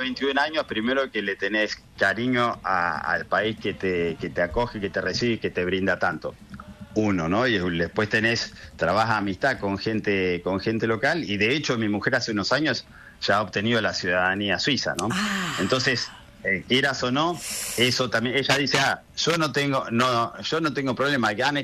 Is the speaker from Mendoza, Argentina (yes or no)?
no; Río Gallegos, Santa Cruz, Argentina; Yo soy de Río Gallegos, un saludo para la gente de Río Gallegos, que escucha mucho Mitre